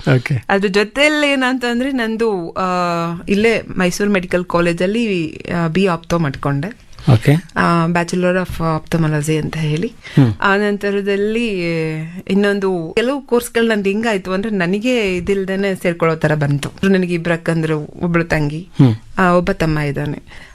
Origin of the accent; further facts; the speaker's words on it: Mandya, Karnataka, India; born there; First ಪ್ರಾಥಮಿಕ ಶಿಕ್ಷಣದಿಂದ degree ತನಕ ನಾನು ಮಂಡ್ಯದಲ್ಲೇ ಮಾಡಿದ್ದು.